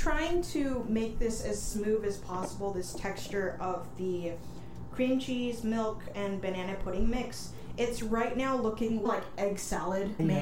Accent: Singapore; moved away as an adult; now in Oregon, United States; I grew up in Singapore

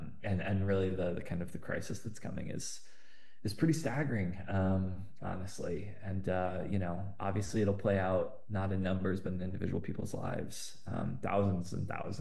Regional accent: Portland, United States; born and raised in Portland, live here

